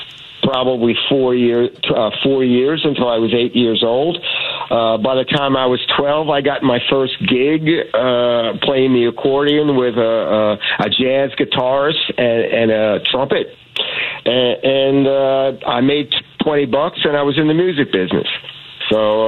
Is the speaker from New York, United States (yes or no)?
yes; Brooklyn, New York, United States; I grew up in Brooklyn, as I said. I was born in Brooklyn, and my Italian grandfather went back to Italy when I was a 4-year-old